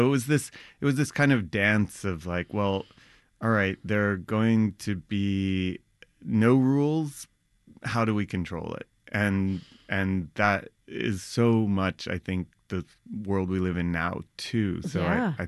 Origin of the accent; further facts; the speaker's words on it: New York City, New York, United States; I grew up in Brooklyn as well